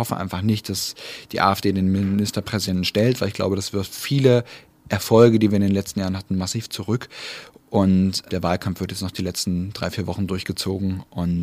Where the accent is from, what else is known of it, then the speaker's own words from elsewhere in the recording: Germany; Meine Heimat ist in einem kleinen Dorf am Braunkohlerand, was immer noch zum Abriss steht.